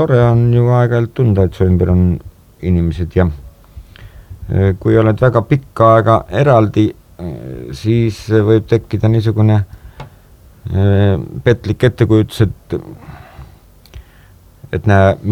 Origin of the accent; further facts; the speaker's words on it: Paide, Järva County, Estonia; Õieti hakkasin ma ikka mäletama asju oma lapsepõlves Paide linnas